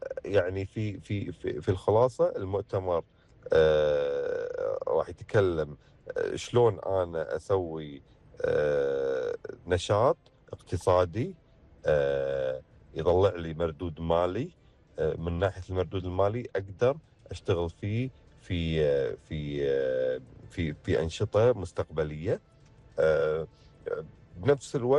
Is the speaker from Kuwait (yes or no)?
yes; Kuwait; عندنا في الكويت